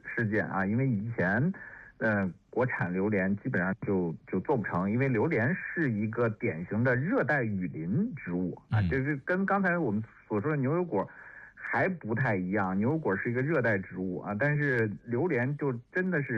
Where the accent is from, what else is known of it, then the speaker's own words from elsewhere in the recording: China; 我们中国人